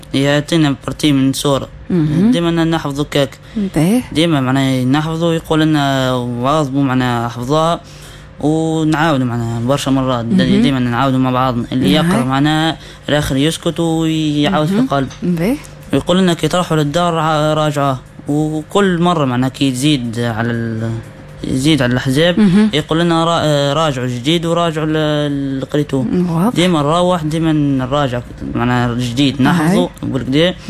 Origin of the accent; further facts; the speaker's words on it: Sousse Governorate, Tunisia; born there; also born or lived in Riyadh, Saudi Arabia; جيت لتونس وفي التحضيري والتمهيدي علمني سفواد التونسي، معناها نقرأ قرآن ديما يعلمني وصلح لي برشا قواعد. وكي كبرت معناها دخلت الجمعية القرآنية الفرقان قسم سوسة